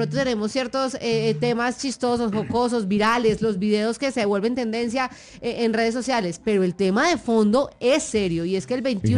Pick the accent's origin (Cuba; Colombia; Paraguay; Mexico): Colombia; Manizales, Caldas; el otro día venía de Manizales, yo soy de Manizales para los que no saben